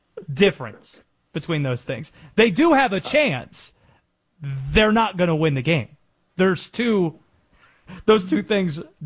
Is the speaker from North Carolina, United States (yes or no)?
yes; North Carolina, United States; growing up in North Carolina